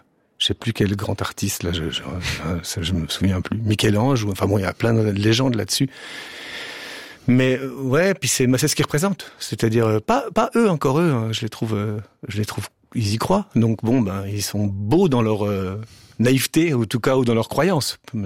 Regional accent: Switzerland; moved away as an adult; now in Toulouse, France; ça fait donc 20 ans que je suis en France. Je suis un Suisse en France

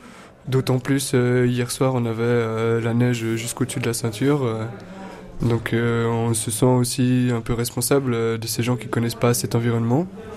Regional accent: Geneva, Switzerland; Je viens de Genève, je suis né là-bas, j'ai beaucoup voyagé, mais j'habite un instant là-bas.

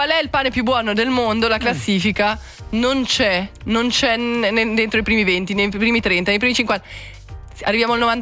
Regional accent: Switzerland; Non perché sono svizzero, boh, poi dopo sono gusti, eh.

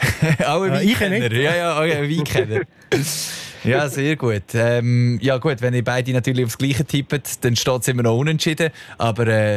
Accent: Basel, Basel-Stadt, Switzerland; Da muss man auch als Basler zugeben.

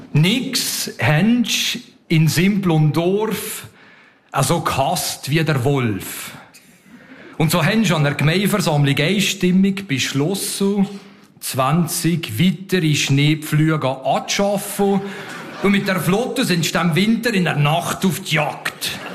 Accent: Leuk, Valais, Switzerland; also born or lived in America; Ich bin aufgewachsen im Kanton Wallis in Leuk. Das ist im Tal, nicht weit von Leukerbad entfernt. Da bin ich aufgewachsen, 20 Jahre da gewohnt und gelebt. Bin nachher ein paar Jahre nach Amerika gegangen

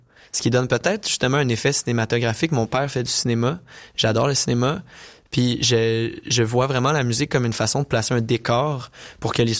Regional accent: Saint-Hyacinthe, Quebec, Canada; je viens de Saint-Hyacinthe au Québec, au Canada.

